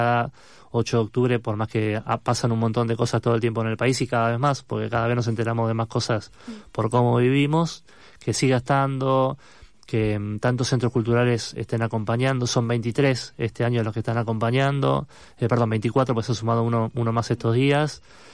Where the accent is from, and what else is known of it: Argentina